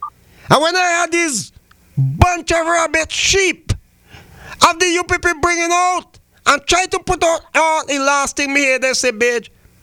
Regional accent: St. Vincent & Grenadines; now in Antigua and Barbuda; my hometown, St. Vincent and the Grenadines

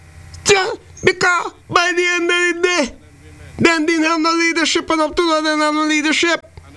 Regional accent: St. Vincent & Grenadines; Dungan St. Vincent on the ground is my hometown.

